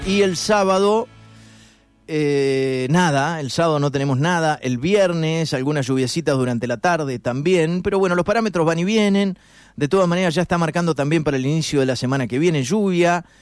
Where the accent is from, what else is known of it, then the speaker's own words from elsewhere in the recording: Argentina; Pero nosotros somos Argentina, viejo.